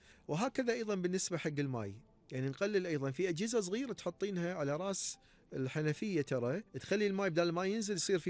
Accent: Kuwait; إحنا عندنا بالكويت

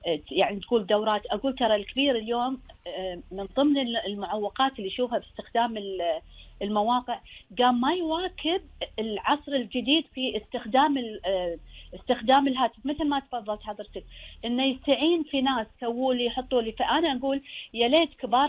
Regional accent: Kuwait; عندنا بالكويت

